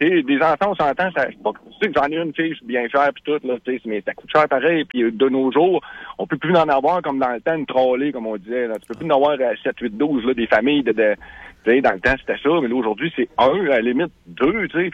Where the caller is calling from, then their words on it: Quebec, Canada; Je suis au Québec ici